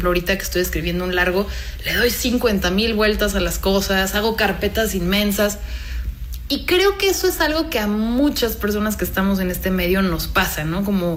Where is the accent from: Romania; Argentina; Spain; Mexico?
Mexico; Bueno, yo soy mexicana, orgullosísima de serlo, pero tengo origen, entre otros, también francés, italiano.